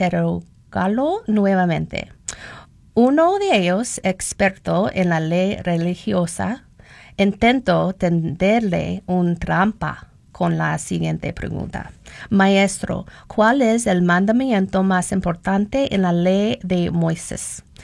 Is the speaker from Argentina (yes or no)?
no; Tucson, Arizona, United States; born there; Spanish is a second language; now in Phoenix, United States; nací en Tucson, muy cerca de aquí, en Phoenix. Y mis padres fue cristianas, son cristianas ahora.